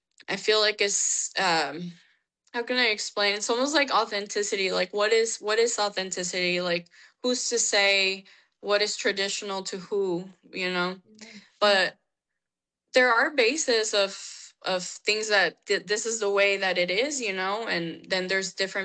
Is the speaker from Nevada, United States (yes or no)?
no; Texas, United States; born and raised in Texas, and you know, it's home to you.